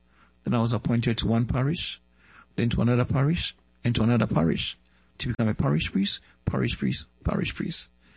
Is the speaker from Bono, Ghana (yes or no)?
no; Tema, Greater Accra, Ghana; when I was growing up in Tema